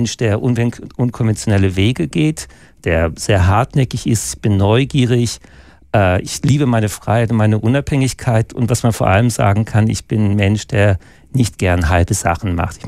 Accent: Hamburg, Germany; moved away as an adult; also born or lived in Konstanz; now in Switzerland; Also geboren in Hamburg, habe da Abitur gemacht, Matur. Bin dann nach Konstanz gegangen, weil ich mal weiter weg wollte von Hamburg.

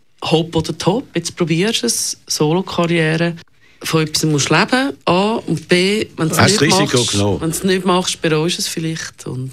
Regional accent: Zurich, Switzerland; Also ich kann, man muss wissen, ich bin im Niederdorf aufgewachsen. Mein Vater hat 40 Jahre lang an der Luisenstrasse im Kreis 5 Büro gehabt. Ich kenne den Kreis 5 schon wirklich seit Kind.

